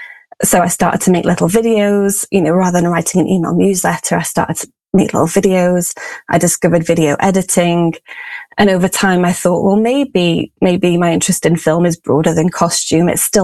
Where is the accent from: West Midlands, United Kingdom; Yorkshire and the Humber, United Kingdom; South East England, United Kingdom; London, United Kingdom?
Yorkshire and the Humber, United Kingdom; Sheffield; I'm actually from Sheffield originally. I've come back.